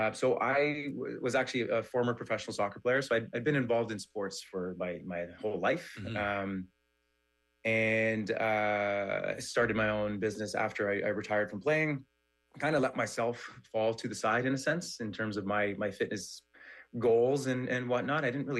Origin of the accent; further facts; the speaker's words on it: Ottawa, Ontario, Canada; It was fun. I mean, it's great to have HYROX come to my hometown here in Ottawa.